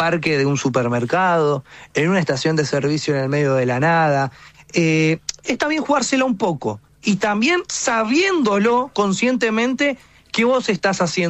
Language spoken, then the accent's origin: Spanish; Argentina; now in United States; soy argentino, yo quiero estar con gente de mi país